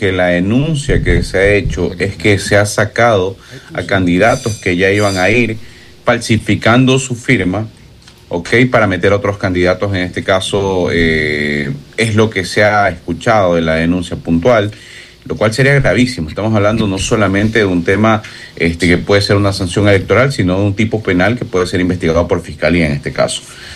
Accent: Guayaquil, Guayas, Ecuador; En estos momentos, en Guayaquil, en casita, yo soy de Guayaquil.

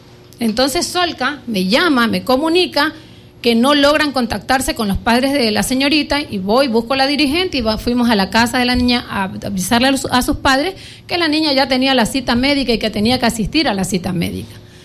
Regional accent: Quevedo, Los Ríos, Ecuador; no soy quevedeña, soy nacida en Quevedo, me he preparado en Quevedo, aquí tributo, aquí también tengo mi empresa agrícola

